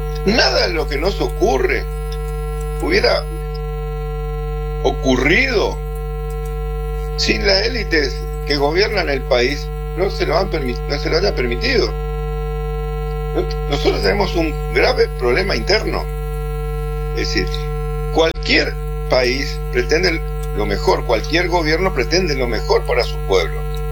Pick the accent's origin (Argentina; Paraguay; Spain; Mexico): Argentina